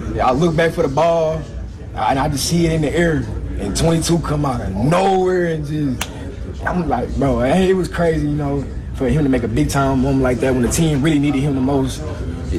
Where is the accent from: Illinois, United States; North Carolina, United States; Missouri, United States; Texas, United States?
Texas, United States; then I'm from Texas.